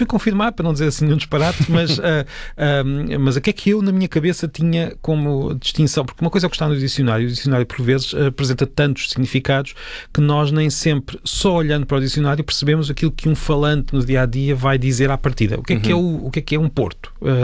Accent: Peniche, Centro, Portugal; eu sou de Peniche

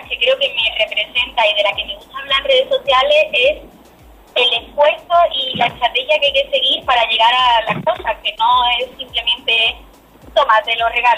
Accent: Huelva, Andalusia, Spain; a mí lo que más me hace sentirme orgullosa de ser onubense es la gente. Y creo que con la gente de Huelva se puede llegar a cualquier lado.

